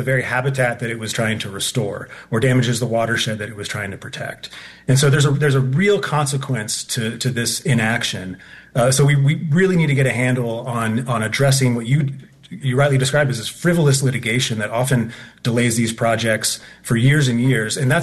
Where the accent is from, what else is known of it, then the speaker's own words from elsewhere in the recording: Bozeman, Montana, United States; So in my hometown of Bozeman, Montana, we've had a project delayed for over 15 years to protect our watershed from the impacts of a catastrophic fire.